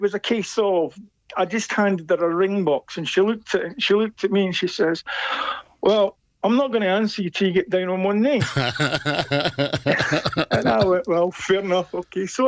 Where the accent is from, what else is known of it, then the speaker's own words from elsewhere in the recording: Edinburgh, Scotland, United Kingdom; moved away as an adult; now in Leicester, United Kingdom; I was born and brought up in Edinburgh.